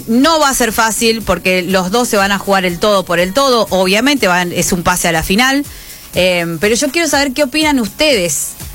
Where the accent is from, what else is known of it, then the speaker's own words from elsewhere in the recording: Argentina; Argentina, si no sufrimos, no somos argentinos.